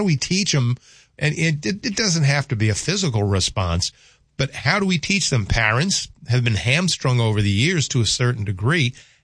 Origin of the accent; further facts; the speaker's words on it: the South, United States; I grew up in the South where oaks were very common